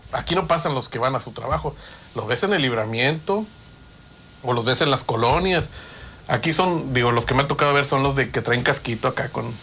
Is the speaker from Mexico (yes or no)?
yes; Ciudad Victoria, Tamaulipas, Mexico; los que somos de aquí de Victoria